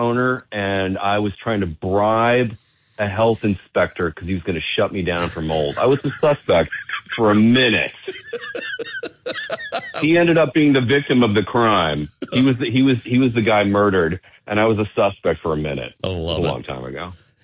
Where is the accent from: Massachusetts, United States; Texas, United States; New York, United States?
New York, United States; New York City; Of course I'm gunning for my town, man. I mean, I'm a New Yorker.